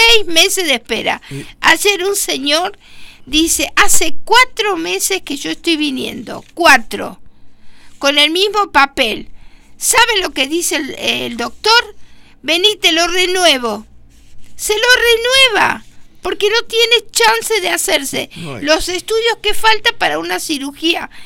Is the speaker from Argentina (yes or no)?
yes; Argentina; nos preocupa como también, ciudadanos, como argentinos.